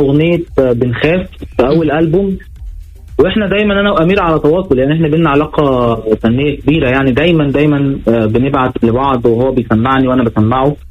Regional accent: Egypt; كانت ترند عندنا في مصر اسمها

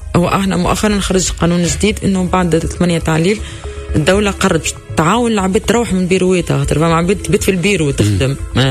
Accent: Tunisia; انا كتونسية معناها، يعني كتونسية مازلت نحب الصباح، عرفت نقوم الصباح وناكل فطيرة ونسلم على الجار

